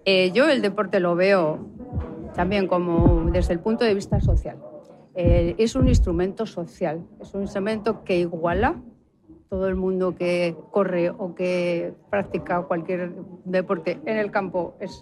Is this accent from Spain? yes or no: yes; Basque Country, Spain; moved away; Yo cuando me vine a vivir aquí, que por cierto, hablando del amor, yo me vine aquí por amor, yo soy vasca, por amor.